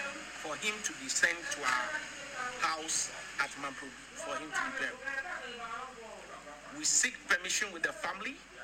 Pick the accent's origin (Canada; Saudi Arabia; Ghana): Ghana; Accra, Greater Accra; and I was born in Accra. I was born in my father's house.